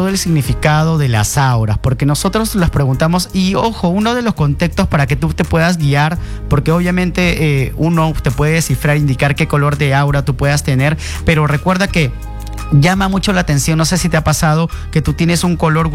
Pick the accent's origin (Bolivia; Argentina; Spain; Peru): Peru; a nosotros como peruanos